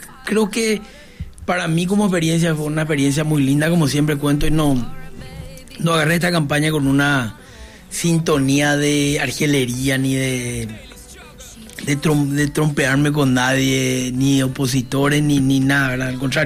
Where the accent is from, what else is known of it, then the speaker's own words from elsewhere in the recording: Encarnación, Itapúa, Paraguay; yo nací en Encarnación, siempre digo eso, para mí es una virtud.